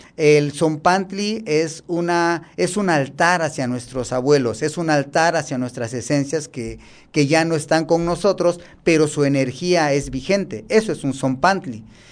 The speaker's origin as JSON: {"language": "Spanish", "country": "Mexico"}